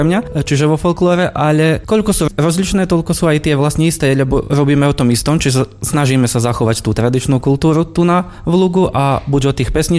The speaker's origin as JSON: {"language": "Slovak", "region": "Vojvodina", "country": "Serbia", "lives_now": "Lug, Serbia", "said": "tance tu u nás v Vojvodine."}